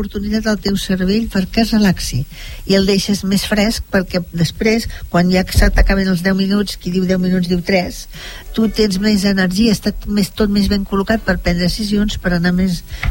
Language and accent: Catalan; Catalonia, Spain; som catalans, això també ens va bé